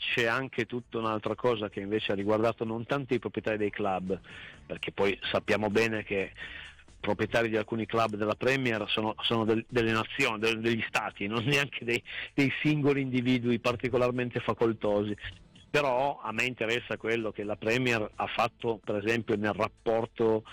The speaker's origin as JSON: {"language": "Italian", "town": "Turin", "region": "Piedmont", "country": "Italy", "said": "te lo dico da torinese"}